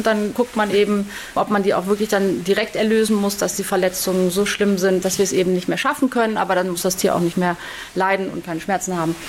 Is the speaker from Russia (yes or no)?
no; Rommerskirchen, North Rhine-Westphalia, Germany; ich komme auch aus Höningen.